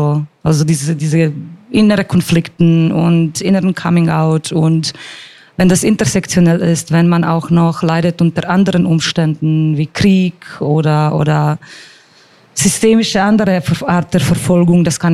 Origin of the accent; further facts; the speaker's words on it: Zagreb, City of Zagreb, Croatia; German is a second language; moved away as an adult; also born or lived in Karlsruhe; now in Munich, Germany; Ich komme aus Kroatien, also ich komme aus der Hauptstadt, aus Zagreb.